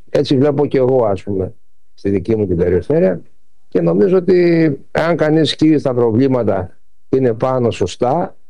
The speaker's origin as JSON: {"language": "Greek", "town": "Patras", "region": "Western Greece", "country": "Greece", "tie": "born or raised there", "moved": "as an adult", "lives_now": "Larissa, Greece", "said": "χαίρομαι πολύ που είμαι στην πατρίδα μου, εδώ. Έχω φύγει 41 χρόνια"}